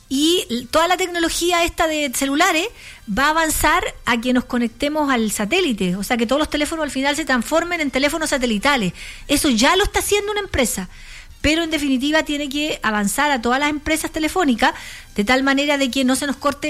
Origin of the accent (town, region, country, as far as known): Chile